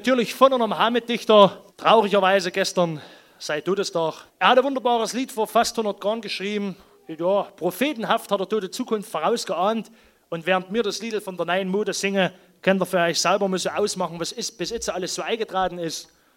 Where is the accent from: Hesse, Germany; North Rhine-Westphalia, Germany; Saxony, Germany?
Saxony, Germany; Thum; Also, wir kommen ja nur aus der Haupt- und Weltstadt Thum im Erzgebirge. War dann nicht umsonst die heimliche Hauptstadt des Erzgebirges genannt.